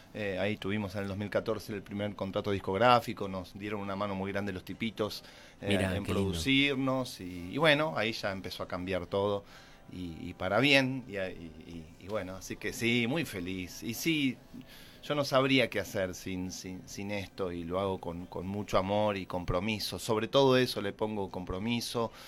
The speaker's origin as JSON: {"language": "Spanish", "region": "Buenos Aires", "country": "Argentina", "tie": "born or raised there", "moved": "yes", "lives_now": "San Fernando, Argentina", "said": "Viví muchos años de chico en Capital y bueno, viste que venís acá y respirás, es eso. Pero en San Fernando, donde vivo allá"}